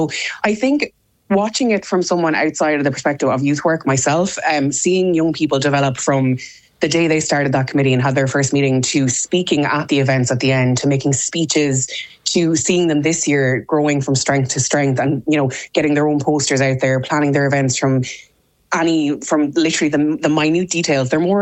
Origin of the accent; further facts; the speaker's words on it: Westmeath, Ireland; now in Kilkenny, Ireland; So I'm not originally from Kilkenny. I'm one of those blow-ins those pesky blow-ins. But I'm from Westmeath, and we would not have had a Pride.